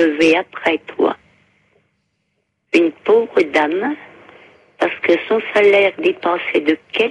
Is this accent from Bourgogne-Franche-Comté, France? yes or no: yes; Foncine-le-Bas, Bourgogne-Franche-Comté, France; now in Champagnole, France; Et moi, mon village d'origine, c'était Foncine-le-Bas.